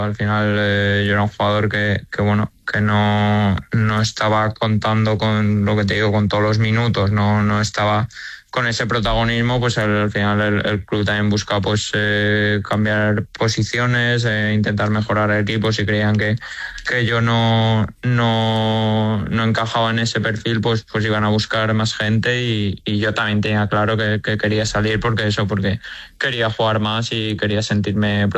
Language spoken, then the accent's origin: Spanish; Valencia, Valencian Community, Spain; y porque al final yo me he criado allí, soy del Valencia y voy a ser de Valencia toda la vida